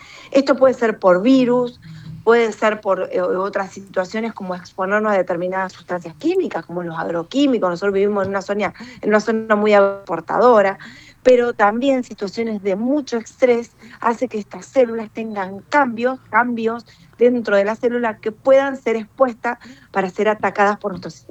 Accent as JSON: {"language": "Spanish", "town": "Rosario", "region": "Santa Fe", "country": "Argentina", "moved": "yes", "lives_now": "Rafaela, Argentina", "said": "yo soy rosarina, pero vivo en Rafaela."}